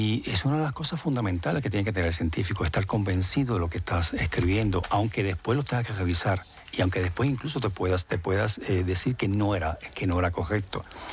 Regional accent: Cuba; Pero como buen cubano me encanta el ballet.

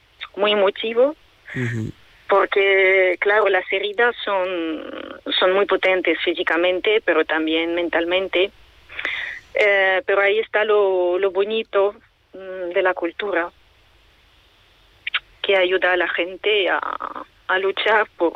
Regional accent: Kyiv, Ukraine; Spanish is a second language; Bueno, yo que soy de Kiev, veo espacios que son parte de mi vida, sí, que son sido destrozados o dañados

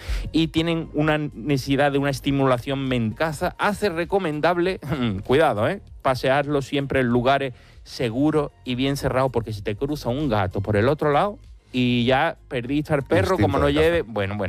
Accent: Cádiz, Andalusia, Spain; como yo soy gaditano, suena igual.

